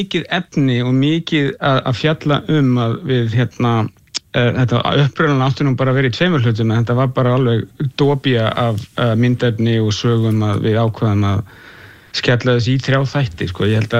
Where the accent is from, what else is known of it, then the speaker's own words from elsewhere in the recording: Reykjavík, Capital Region, Iceland; Þannig að ég var nefnilega ólst upp í Fossvogi, þannig að það var ekki það langt frá mér